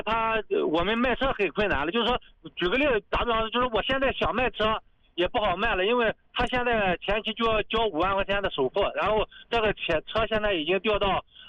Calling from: Linyi, Shandong, China

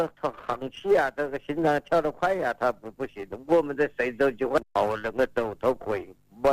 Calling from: Wuhan, Hubei, China; 我就是这个武汉的。

